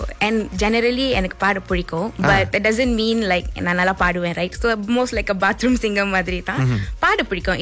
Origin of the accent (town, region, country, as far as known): Kerala, India; born or raised there